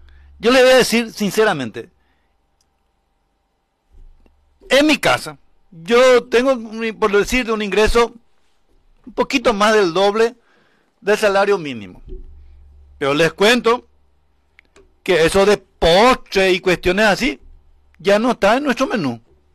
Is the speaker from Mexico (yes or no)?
no; Paraguarí, Paraguay